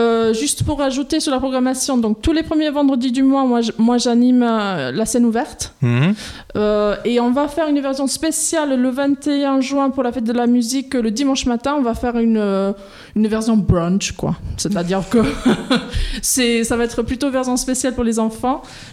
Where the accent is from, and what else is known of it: England, United Kingdom; French is a second language; also born or lived in Toulouse; now in France